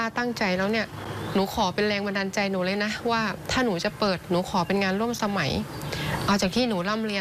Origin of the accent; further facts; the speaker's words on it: Sukhothai, Thailand; เราเป็นคนสุโขทัยสุโขทัยแท้เลยคือกำเนิดที่นี่เลย